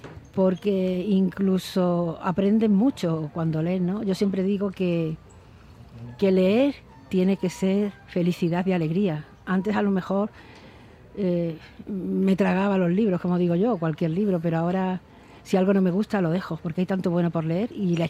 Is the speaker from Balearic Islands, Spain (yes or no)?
no; Melilla, Spain; also born or lived in Rif, Morocco; soy melillense, pero yo también tengo algo de rifeña, bastante.